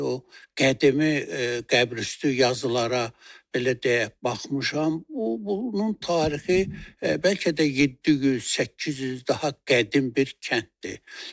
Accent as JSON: {"language": "Azerbaijani", "town": "Yukhari Qiyamatdinli", "region": "Aghjabadi District", "country": "Azerbaijan", "tie": "born there", "said": "Yəni 1954-cü ilin fevralın 16-sında Ağcabədi rayonunun Qiyamətdinli kəndində, indiki adı Yuxarı Qiyamətdinlidir. Orda anadan olmuşam."}